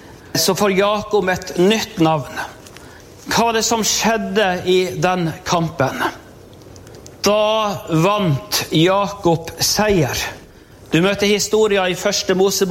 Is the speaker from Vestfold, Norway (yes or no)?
no; Målselv, Troms, Norway; som en liten guttunge på skolen hjemme i Målselv.